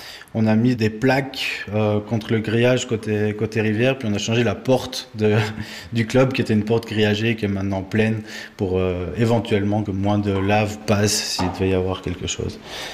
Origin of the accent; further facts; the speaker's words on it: Chamoson, Valais, Switzerland; moved away; je suis originaire de Chamozon, je n'y vis plus